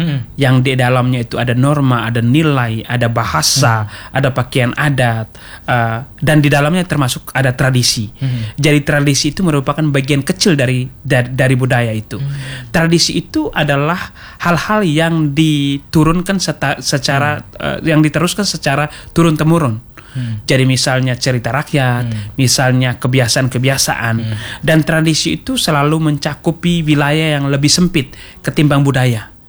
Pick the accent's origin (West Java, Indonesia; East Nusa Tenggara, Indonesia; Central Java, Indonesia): East Nusa Tenggara, Indonesia; now in Kupang, Indonesia; kami orang Sika